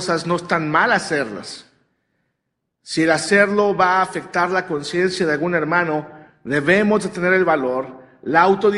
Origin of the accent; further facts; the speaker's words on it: Mexico; Nosotros que venimos de México